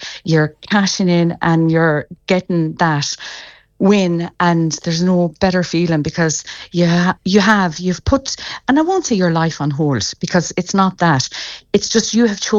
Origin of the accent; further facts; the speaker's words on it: Claremorris, Connacht, Ireland; I grew up on Command Road